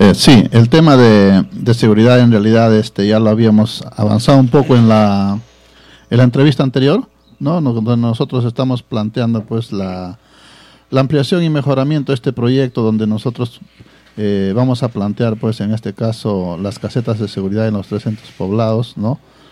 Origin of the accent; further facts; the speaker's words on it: Villa Rica, Pasco, Peru; los tres candidatos somos prácticamente de Villarrica